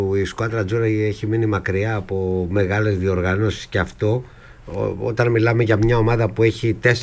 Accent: Greece; εμείς σαν Έλληνες

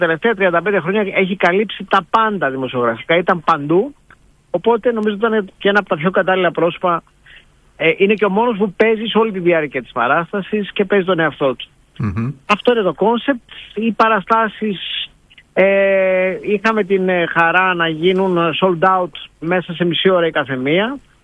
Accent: Thessaloniki, Central Macedonia, Greece; εγώ γεννήθηκα και μεγάλωσα στην Τούμπα, που είναι μια λαϊκή γειτονιά

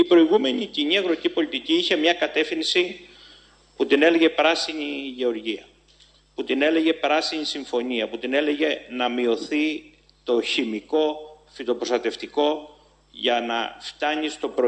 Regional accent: Vasilaki, Greece; στο χωριό μου, στο Βασιλάκι

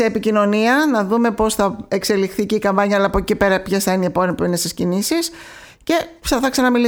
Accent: Corfu, Ionian Islands, Greece; born there; ιδιαίτερα εδώ στην Κέρκυρα που είμαστε και νησί βέβαια

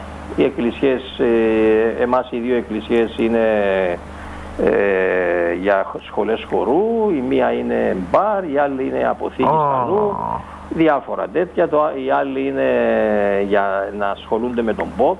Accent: Kythrea, Nicosia District, Cyprus; moved away; Εγώ είμαι από την Κυθρέα, ένα χωριό το οποίο είναι 8 χιλιόμετρα από τη Λευκοσία, στον Πενταδάχτυλο, εκεί που είναι η περιβόητη τουρκική σημαία πάνω.

